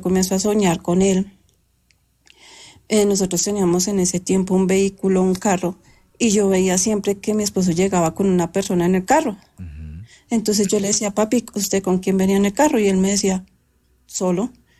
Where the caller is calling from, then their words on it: Bogotá, Bogotá Capital District, Colombia; Yo me encuentro desde la ciudad de Bogotá.